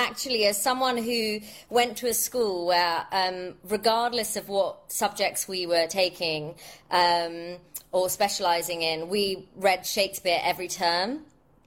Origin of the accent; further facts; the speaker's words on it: London, United Kingdom; I'm born and brought up in London. My parents are Indian. So I often describe myself as a Londoner with Indian blood.